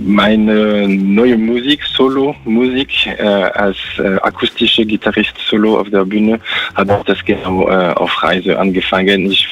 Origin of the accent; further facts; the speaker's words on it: Paris, Île-de-France, France; moved away; Ich bin doch in Paris, zumindest am Stadtrand von Paris, geboren und groß gewachsen.